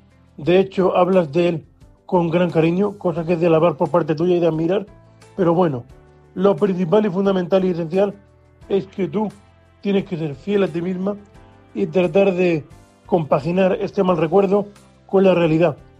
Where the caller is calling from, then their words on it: Murcia, Region of Murcia, Spain; un saludo desde Murcia.